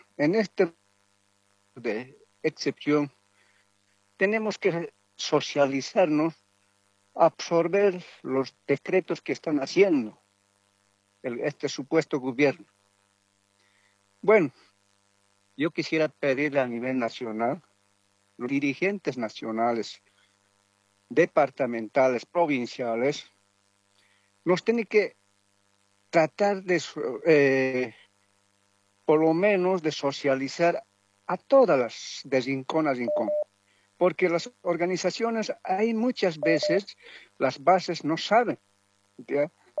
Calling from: Caranavi, La Paz, Bolivia; hermano periodista de aquí, de Caranavi, hermano del norte de La Paz.

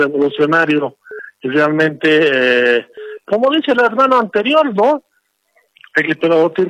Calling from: El Alto, La Paz, Bolivia

